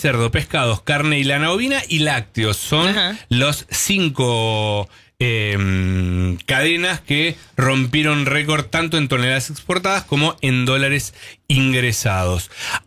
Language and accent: Spanish; Tucumán, Argentina; Sí, eso siempre somos tucumanos.